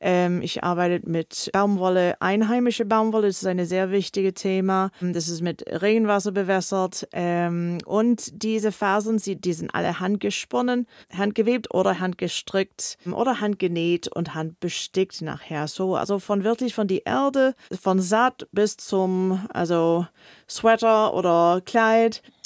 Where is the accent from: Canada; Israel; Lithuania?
Canada; German is a second language; moved away as an adult; now in Tübingen, Germany; Ja, also ich komme aus Kanada. Ich bin hier in Deutschland in Tübingen seit 2016.